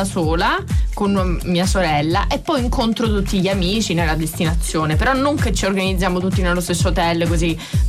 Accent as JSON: {"language": "Italian", "region": "Sicily", "country": "Italy", "moved": "yes", "lives_now": "Rome, Italy", "said": "Perché siamo siciliane, capito?"}